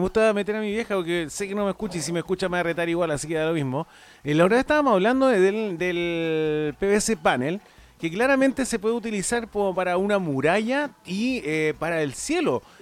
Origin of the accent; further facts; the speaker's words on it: Talca, Maule, Chile; born there; now in Viña del Mar, Chile; yo soy de Talca, nacido en Talca, pero vivo en Viña del Mar hace muchos años. Pero mi madre está allá